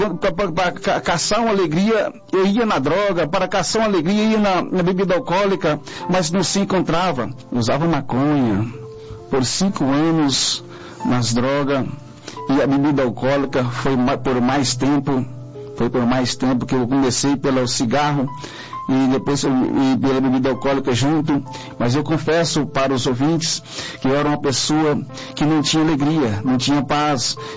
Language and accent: Portuguese; Jaraguá, Goiás, Brazil; eu sou da cidade de Jaraguá, estado de Goiás.